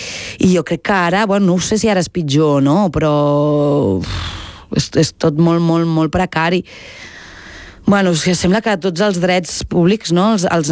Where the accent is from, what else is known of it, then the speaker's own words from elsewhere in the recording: Barcelona, Catalonia, Spain; jo he viscut al meu barri fins als 27 anys.